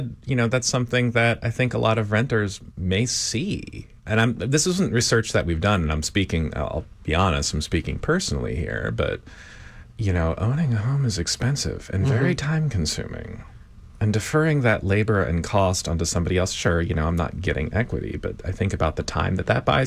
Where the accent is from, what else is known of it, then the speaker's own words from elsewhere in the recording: New York, United States; now in Houston, United States; I'm from the New York metro area originally